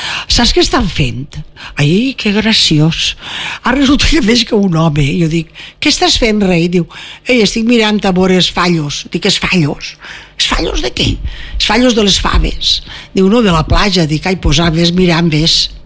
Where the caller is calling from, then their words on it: Oliva, Valencian Community, Spain; conec el meu poble. Perquè Oliva és molt Oliva.